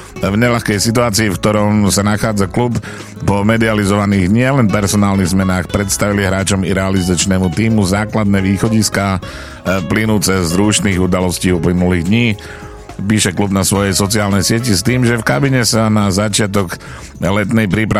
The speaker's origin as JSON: {"language": "Slovak", "region": "eastern Slovakia", "country": "Slovakia", "said": "Len tak baj očko, ako sa hovorí u nás na východe."}